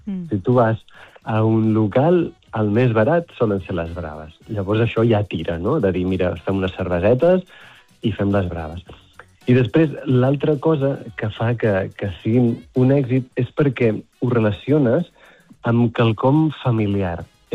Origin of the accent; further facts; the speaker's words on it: Girona, Catalonia, Spain; born there; jo vaig néixer a Girona